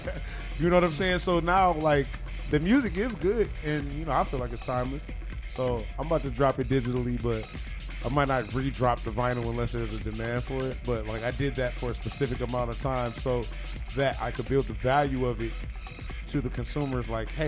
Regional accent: Detroit, Michigan, United States; Even though I'm from Detroit, Damon's.

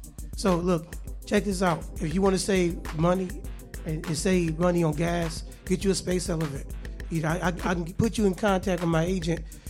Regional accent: Detroit, Michigan, United States; born there; I was born in Detroit, and born on Mars at the same time.

